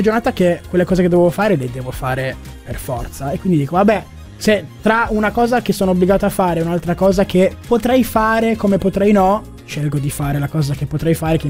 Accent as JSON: {"language": "Italian", "town": "Fossano", "region": "Piedmont", "country": "Italy", "said": "sono del Piemonte."}